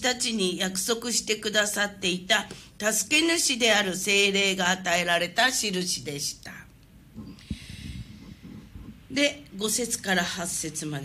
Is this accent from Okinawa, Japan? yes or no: yes; Okinawa, Japan; 私たちは沖縄の人は英語喋れるかもしれないけど